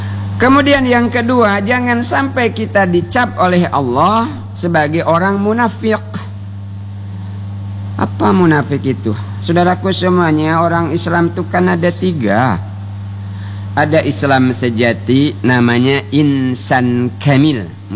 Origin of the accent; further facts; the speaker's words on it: Bangka Belitung Islands, Indonesia; kata kita orang Bangka.